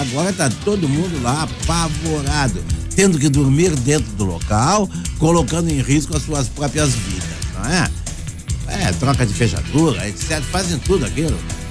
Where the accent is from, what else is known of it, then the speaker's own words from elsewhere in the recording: Porto Alegre, Rio Grande do Sul, Brazil; Digo que é o bairro onde eu me criei. É, cheguei lá garoto de 2 anos e fiquei lá até os 16 anos.